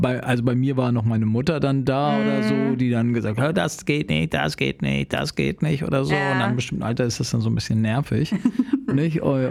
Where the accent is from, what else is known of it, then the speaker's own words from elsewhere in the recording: Hamburg, Germany; Also ich komme ja eigentlich aus Hamburg